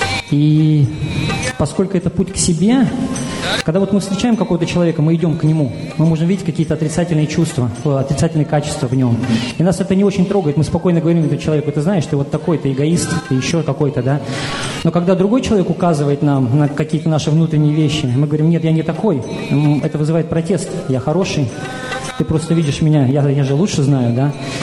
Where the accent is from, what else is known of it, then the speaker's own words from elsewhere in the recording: Riga, Latvia; я из Риги.